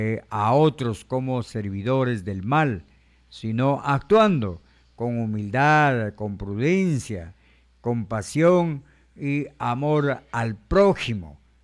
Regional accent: Reque, Lambayeque, Peru; en mi pueblo, en Reque

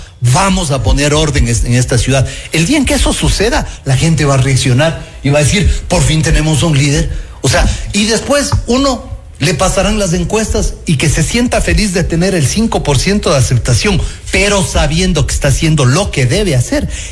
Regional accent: Ecuador; now in Quito, Ecuador; lo que somos los ecuatorianos

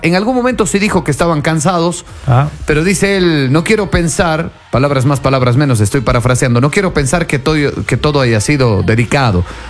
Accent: Ecuador; nosotros mismos, como ecuatorianos

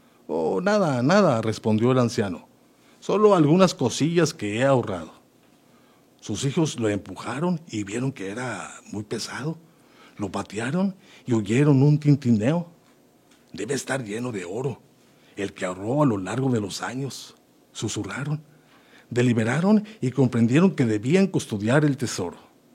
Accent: Camargo, Mexico; somos de Camargo.

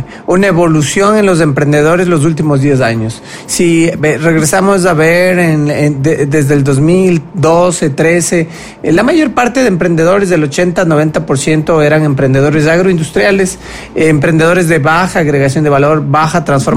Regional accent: Ecuador; nuestro rol como ecuatorianos

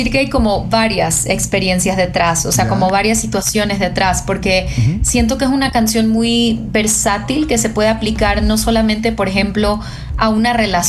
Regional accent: Guayaquil, Guayas, Ecuador; soy ecuatoriana y que soy de Guayaquil

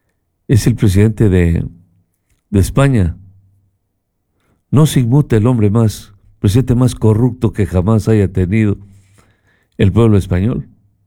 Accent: Ecuador; Nosotros los ecuatorianos

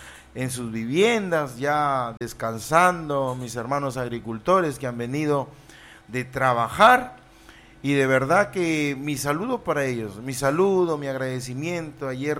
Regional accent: Túcume, Lambayeque, Peru; Trabajar por mi pueblo de Tucumán será mi objetivo.

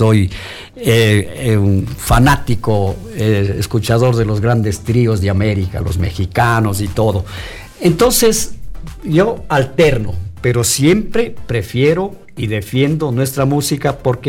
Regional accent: Ecuador

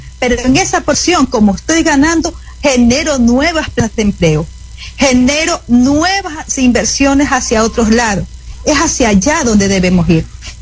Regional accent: Ecuador; Eso tenemos que tenerlo claro como ecuatoriano

